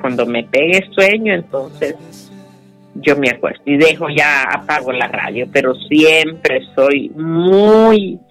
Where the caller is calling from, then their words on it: Catacamas, Olancho, Honduras; Vende, Olancho, Catacamas.